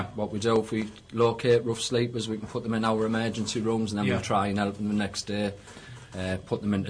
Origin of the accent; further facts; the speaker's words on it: Hartlepool, North East England, United Kingdom; I'm from Hartlepool, work at Cornerstone.